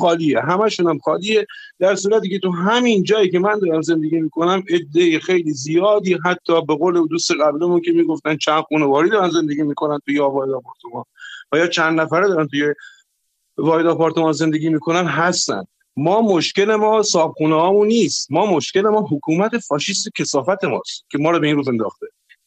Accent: Rasht, Gilan, Iran; من رشتی هستم ولی توی یکی از شهرهای جنوب کشور زندگی میکنم

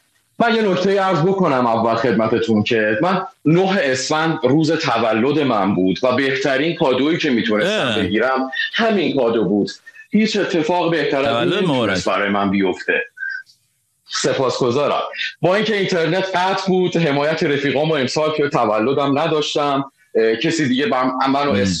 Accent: Qom, Iran; born there; چون اینجا شهرمونه، چون اینجا تو این شهر به دنیا اومدیم

